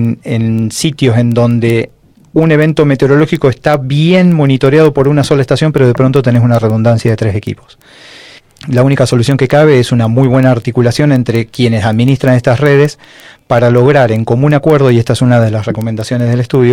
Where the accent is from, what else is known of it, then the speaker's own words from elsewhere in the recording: Argentina; Somos Argentina y eso significa que experimentamos vaivenes